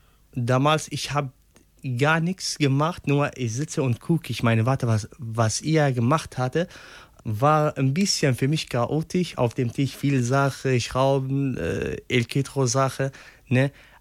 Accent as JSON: {"language": "German", "town": "Damascus", "region": "Damascus Governorate", "country": "Syria", "second_language": "German", "moved": "yes", "lives_now": "Germany", "said": "Ich komme aus Syrien, Damaskus, wo ich geboren bin. Ich bin 29 Jahre alt und momentan mache ich Praktikum in der Mediawerkstatt Hochting."}